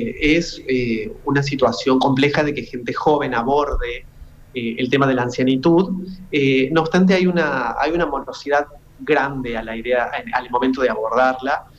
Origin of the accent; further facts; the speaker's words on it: Argentina; Como sociedad argentina, es saber que nuestras raíces son como unas raíces un poco multiraciales, pluriculturales